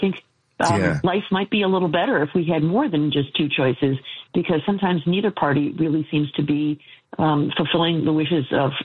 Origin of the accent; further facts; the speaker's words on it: Michigan, United States; Many states, including my home state of Michigan, have created independent citizens councils that decide redistricting.